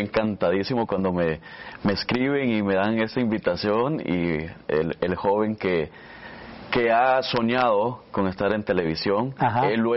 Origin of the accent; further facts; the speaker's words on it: Nueva Concepción, Chalatenango, El Salvador; now in United States; Soy originario de la Nueva Concepción, Chalatenango, en El Salvador.